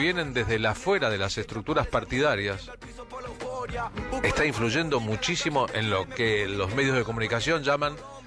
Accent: Argentina; nosotros los argentinos, nosotros les argentines.

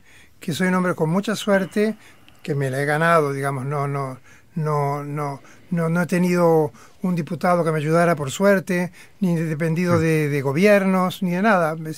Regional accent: Argentina; porque somos argentinos.

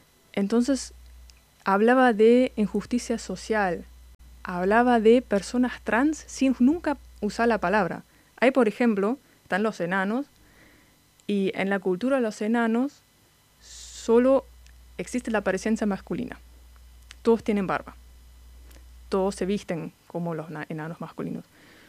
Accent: Germany; Spanish is a second language; moved away as an adult; now in Argentina; soy querés. De Alemania.

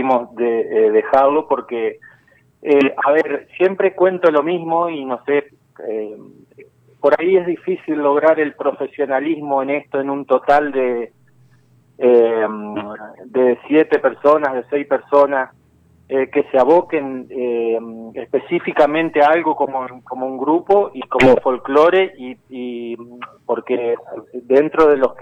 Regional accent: Crespo, Entre Ríos, Argentina; Somos de Crespo, los dos, como todos los fundadores del Grupo Encuentro.

